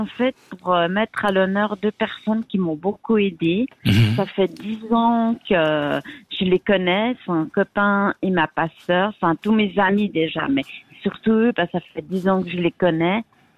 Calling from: Geneva, Switzerland; moi je suis sur Genève

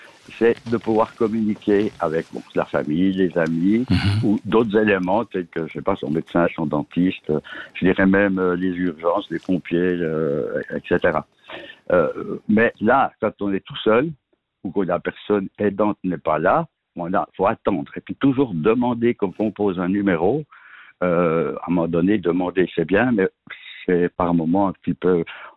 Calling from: Châtel, Switzerland; j'habite à Châtel

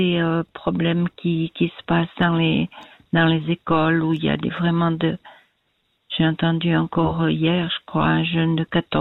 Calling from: Valais, Switzerland; J'appelle du Valais.

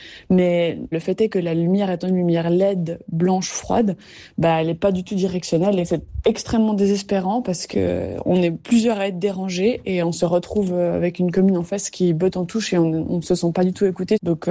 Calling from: Vaud, Switzerland; C'est aussi mon cas dans la région de Lausanne.

